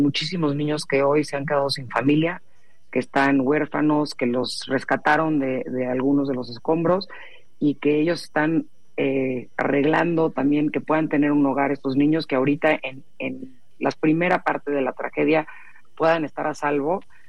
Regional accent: Mexico; sobre todo como mexicanos

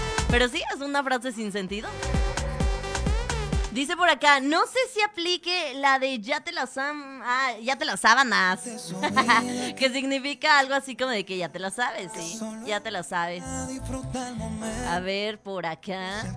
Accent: Mexico; ¿Cómo somos los mexicanos, verdad?

